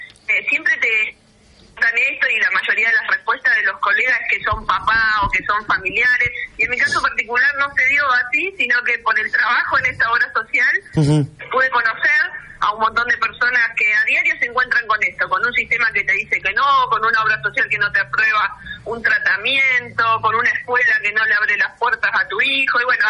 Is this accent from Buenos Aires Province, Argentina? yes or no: no; Santa Fe, Argentina; yo soy de la ciudad de Santa Fe.